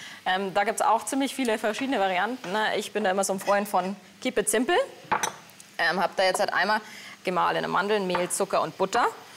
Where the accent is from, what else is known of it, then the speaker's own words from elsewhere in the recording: Bavaria, Germany; also born or lived in Landshut; Also in Niederbayern. Ich bin gebürtig aus Landshut und eine halbe Stunde vor Landshut aufgewachsen.